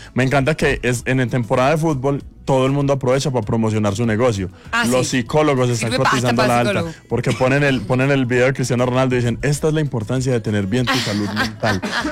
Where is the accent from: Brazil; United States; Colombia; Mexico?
Colombia; No, cualquiera de nosotros como colombiano dice, es cierto.